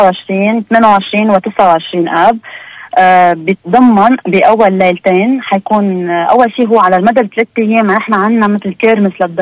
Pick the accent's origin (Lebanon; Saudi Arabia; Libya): Lebanon; هيدي قوتنا كلبنانيين كلنا